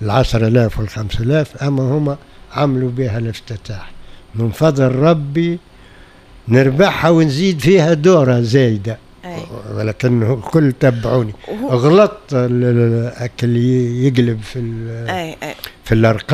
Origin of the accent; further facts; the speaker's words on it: Tunisia; عندنا في تونس